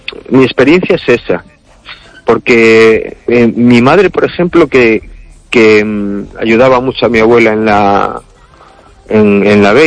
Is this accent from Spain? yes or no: yes; Cangas, Spain; Claro, yo soy de Cangas y tengo ese uh-huh. lenguaje aún de ir a sachar abeja.